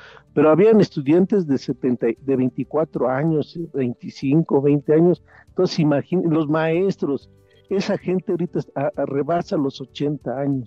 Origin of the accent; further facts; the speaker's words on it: Mexico; qué gran resistencia tiene mi pueblo de México.